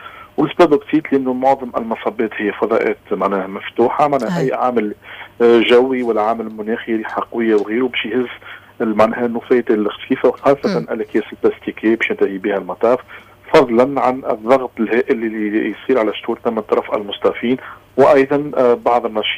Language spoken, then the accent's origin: Arabic; Tunisia; اللي كتوانسه